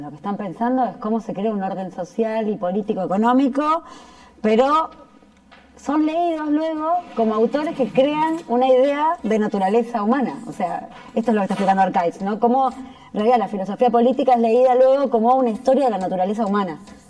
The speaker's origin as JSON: {"language": "Spanish", "country": "Argentina", "said": "Bueno, yo soy argentina, vengo de un país colonizado, ¿no?"}